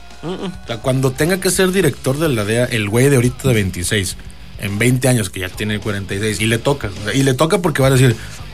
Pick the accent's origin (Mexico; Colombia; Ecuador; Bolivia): Mexico; Monterrey, Nuevo León; now in Saltillo, Mexico; yo aquí a la gente yo le digo que yo soy de Saltillo, aunque sea de Monterrey.